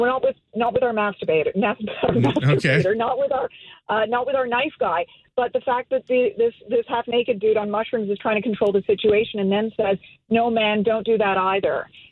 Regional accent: Toronto, Ontario, Canada; I grew up in Toronto. I was born here, bred here, love this city, love it with a deep, deep, unbridled passion. And when I was 14 years old, I would get on the TTC with my friends. I would come from Etobicoke.

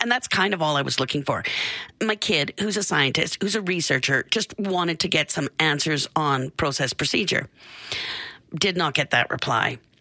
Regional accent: Canada; I'm just a Canadian girl.

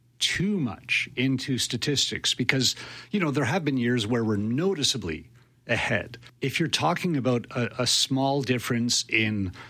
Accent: Quebec, Canada; Oh, I was raised in Quebec in the 1970s, very political atmosphere.

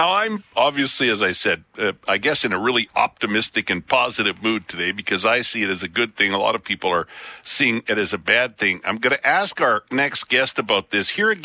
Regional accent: Picture Butte, Alberta, Canada; moved away; And I grew up in a small town in southern Alberta, Picture Butte.

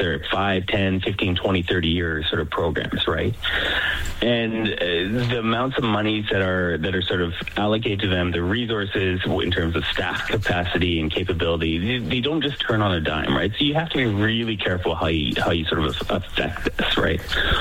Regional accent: Canada; as a Canadian, we need to be, you know, working on trying to deal with the trade war

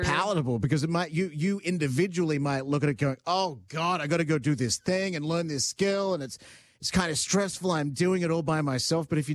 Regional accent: Australia; I grew up in Australia.

